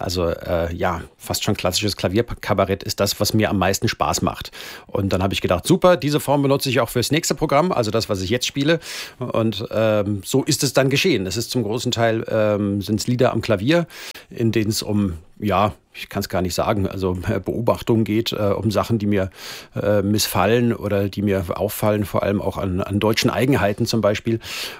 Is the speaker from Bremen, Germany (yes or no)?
no; Frankfurt, Hesse, Germany; born or raised there; accent: Frankfurt dialect